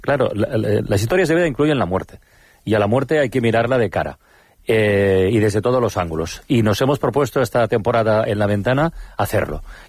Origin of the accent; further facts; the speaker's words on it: Tarragona, Catalonia, Spain; qué ocurrió en un cementerio de mi tierra, en el cementerio de Tarragona.